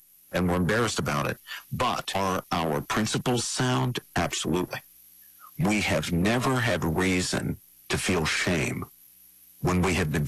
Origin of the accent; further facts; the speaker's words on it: West Virginia, United States; now in New Jersey, United States; my home state of West Virginia or my current state of New Jersey